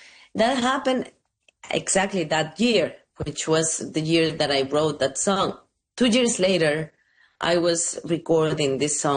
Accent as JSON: {"language": "English", "region": "Veracruz", "country": "Mexico", "tie": "born or raised there", "said": "I grew up in Veracruz. Eventually, I wanted to go back home. You know, my mother was there, and I wanted to build this house, the house that I live in."}